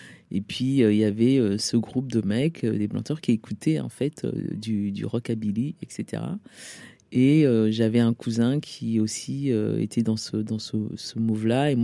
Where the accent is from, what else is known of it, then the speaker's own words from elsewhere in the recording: Alfortville, Île-de-France, France; also born or lived in Cameroon; Moi, j'ai grandi en banlieue, donc du coup dans le 9-4, Alfortville, Maison Alfort. Mais je suis née au Cameroun.